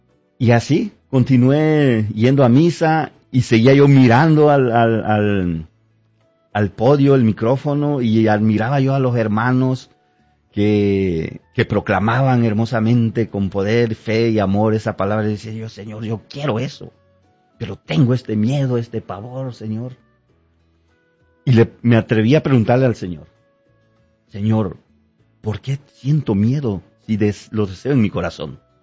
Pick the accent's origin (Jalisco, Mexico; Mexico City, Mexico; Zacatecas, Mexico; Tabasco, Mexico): Tabasco, Mexico; moved away as an adult; now in Omaha, United States; Soy mexicano, mariano, guadalupano, de la parte de Tabasco, el estado de Tabasco, México. Hace más de 15 años que emigré aquí a este hermoso país